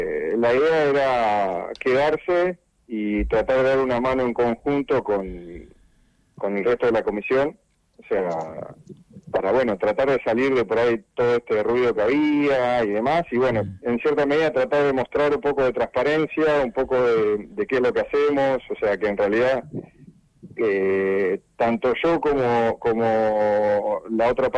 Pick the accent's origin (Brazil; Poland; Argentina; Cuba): Argentina; Bahía Blanca, Buenos Aires Province; moved away as an adult; also born or lived in La Plata; now in Puerto Madryn, Argentina; yo soy de Bahía Blanca, o sea, hice todas mis formativas allá en Bahía, en el Club Alem, desde pre-mini hasta U17, y después, bueno, me fui a estudiar, estuve estudiando en La Plata